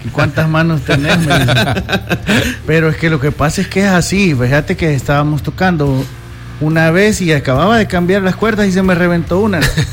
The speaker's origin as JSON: {"language": "Spanish", "town": "Zacatecoluca", "region": "La Paz", "country": "El Salvador", "tie": "born or raised there", "said": "hubo un tiempo que estaba en Zacatecoluca, de donde soy originario"}